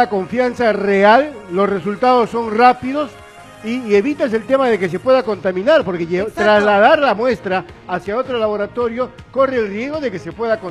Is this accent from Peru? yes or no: yes; Lima, Peru; yo soy de Lima, para los que no me conocen, yo he vivido en un barrio bastante caliente